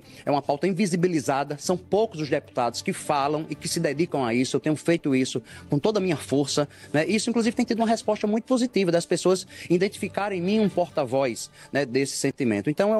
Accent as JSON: {"language": "Portuguese", "town": "Guarabira", "region": "Paraíba", "country": "Brazil", "said": "a minha cidade, de Guarabira"}